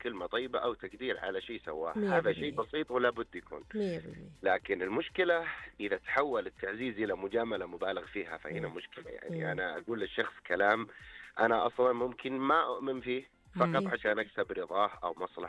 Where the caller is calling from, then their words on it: Tabuk, Tabuk Province, Saudi Arabia; أنا أكلمكم من شمال المملكة، من مدينة تبوك.